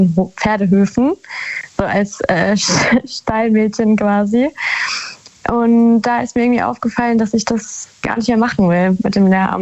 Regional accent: Baden-Württemberg, Germany; Ich komme aus der Nähe von Karlsruhe.

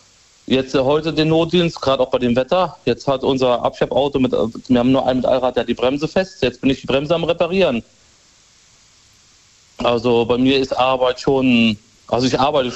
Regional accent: Cochem, Rhineland-Palatinate, Germany; Ich bin von Cochem.

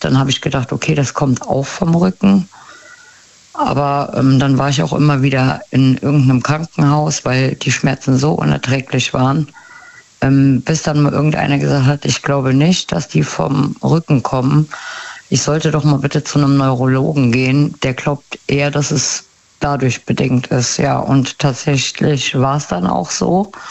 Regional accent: Westerwald, Germany; Aus dem Westerwald.

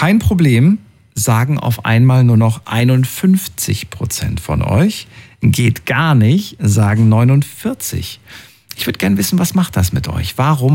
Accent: Thuringia, Germany; Früher bin ich aus Thüringen und so weiter. Und da war FKK ganz normal, ne? in der ehemaligen DDR.

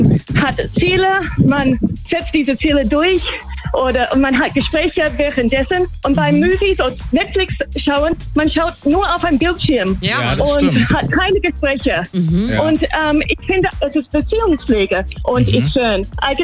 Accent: Australia; German is a second language; Nee, eigentlich nicht. Ich komme aus Australien.

